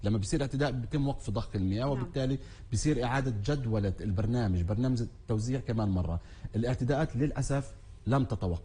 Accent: Palestine; للأسف احنا كفلسطينيين بشكل عام الاحتلال، وبديش أحط دائما الاحتلال شماعة على كل الأمور

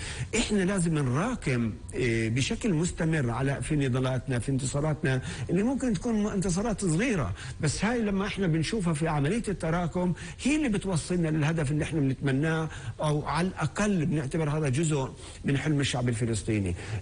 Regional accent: Palestine; بس مش ممكن نقدر عليه كفلسطينيين

